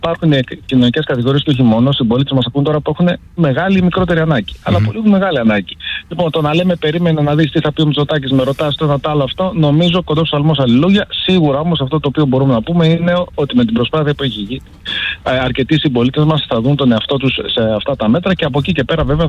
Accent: Kalavryta, Western Greece, Greece; Την Αχαΐα την αγαπώ, η καταγωγή μου είναι από τα Καλάβρητα.

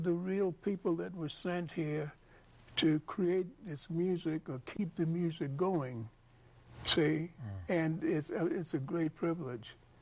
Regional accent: New York, United States; Well, you know, Tavis, I was born in Harlem.

